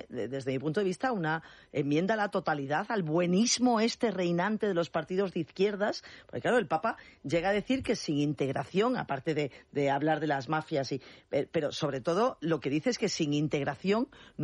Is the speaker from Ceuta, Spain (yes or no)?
yes; Ceuta, Spain; Yo soy de Ceuta.